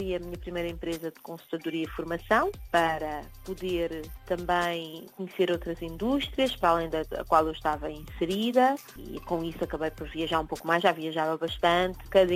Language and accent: Portuguese; Portugal; moved away as an adult; also born or lived in United States / United Kingdom; como portuguesa que sou.